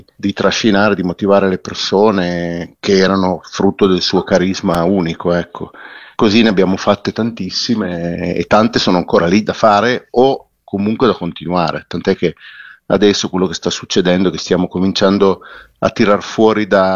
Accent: Bra, Piedmont, Italy; Io sono di Bra, prima di tutto, e quindi come Carlo sono nato e cresciuto in questa cittadina un po' particolare e curiosa.

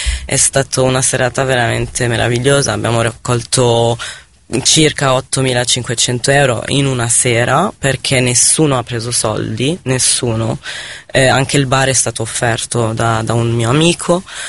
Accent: Lebanon; now in Italy

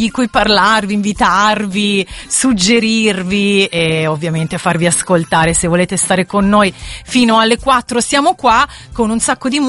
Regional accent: Tuscany, Italy; a me molto cara perché è la mia terra dove sono cresciuta, e quindi la costa toscana

